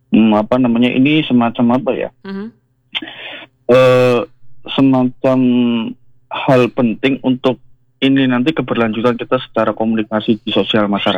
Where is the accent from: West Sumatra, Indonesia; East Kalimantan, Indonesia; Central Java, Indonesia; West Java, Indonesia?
Central Java, Indonesia; Surakarta; Apalagi kita orang Jawa itu, orang Solo wabil khusus